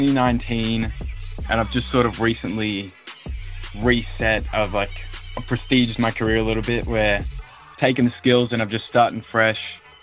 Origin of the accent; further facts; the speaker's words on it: Melbourne, Victoria, Australia; I am from the inner west of Melbourne. Yep. Born and raised.